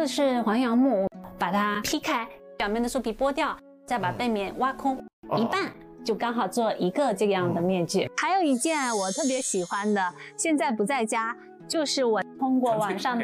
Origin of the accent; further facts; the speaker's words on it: Wenzhou, Zhejiang, China; 我的老家温州